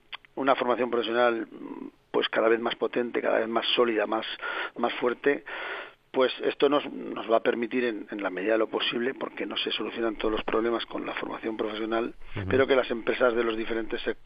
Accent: Tardienta, Aragon, Spain; soy de pueblo, yo soy de Tardienta, claro, y he vivido perfectísimamente todo esto en mi propia casa, ¿no?, que también teníamos algunos campos y algunas cosas.

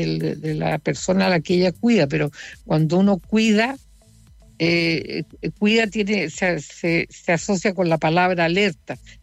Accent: Chile; los chilenos

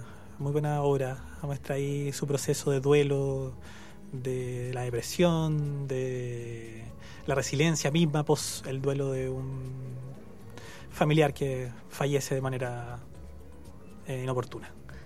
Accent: Quillota, Valparaíso, Chile; Soy de Quillota, entonces me trié en el campo. Uh-huh. O sea, yo no me trié con mar, con playa. Me trié con el río, lo trié con Cagua.

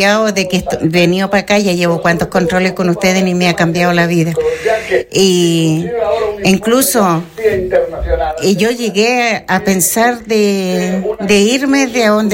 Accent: Combarbalá, Coquimbo, Chile; Yo soy de acá de Conbarbalá.

